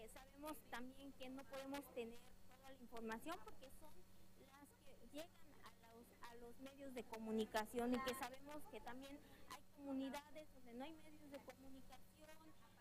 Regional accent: Yucatán Peninsula, Mexico; soy del pueblo maya, vengo de México, del sur de México, en la península de Yucatán.

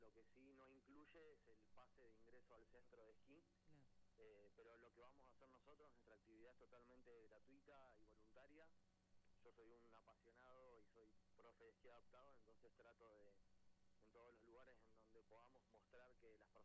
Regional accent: Esquel, Chubut, Argentina; yo vengo de Esquel

